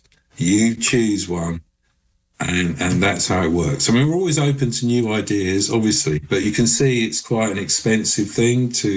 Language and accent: English; London, United Kingdom